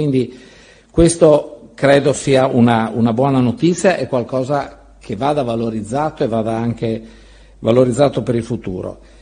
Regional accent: Friuli-Venezia Giulia, Italy; io sono del Friuli, quindi ho vissuto da giovane, ma insomma sono un po' figlio di quello che è stato il terremoto

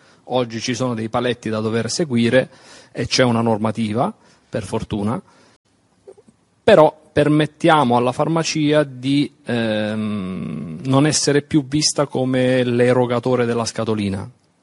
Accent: Calabria, Italy; Io vengo da una regione chiamata Calabria

